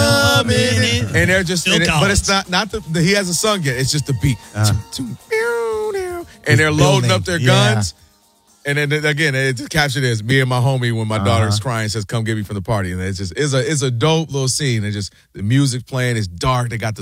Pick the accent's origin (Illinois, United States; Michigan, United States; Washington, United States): Michigan, United States; Ann Arbor; So growing up, and I grew up in Ann Arbor, Michigan, and a lot of the teams you play will be a great mixture.